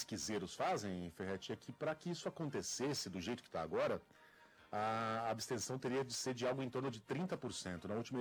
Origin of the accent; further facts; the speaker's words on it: Minas Gerais, Brazil; tem um pouquinho de São Paulo no sul de Minas, de onde eu vim. Sabe que a nossa capital lá é Campinas, né?